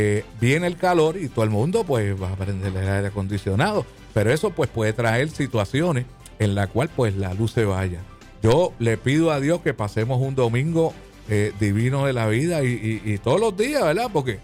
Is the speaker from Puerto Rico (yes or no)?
yes; Puerto Rico; fue un fiel representante de lo que somos los boricuas